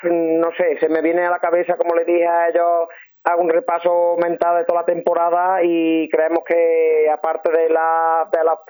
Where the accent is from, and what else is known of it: Pedrera, Andalusia, Spain